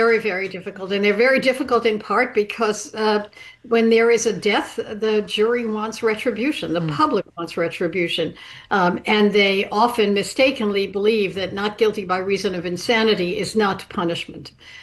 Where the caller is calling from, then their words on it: Martha's Vineyard, Massachusetts, United States; Hello, I'm calling you from Martha's Vineyard.